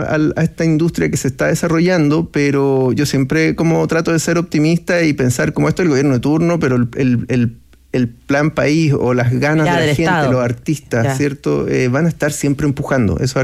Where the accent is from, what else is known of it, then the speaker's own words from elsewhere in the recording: Chile; nosotros somos chilenos